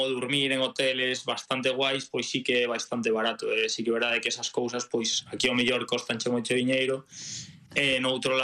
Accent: A Coruña, Galicia, Spain; Sí, sí, eu vou vivir na Coruña coa miña parella, ao final eu son daqui, sí, sí, vou vivir na Coruña, ao final a Coruña é increíble.

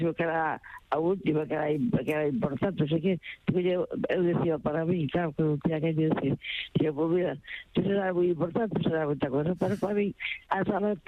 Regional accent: Agolada, Galicia, Spain; now in Poio, Spain; No, mira, que eu son de Poio agora. Son do interior da Golada.

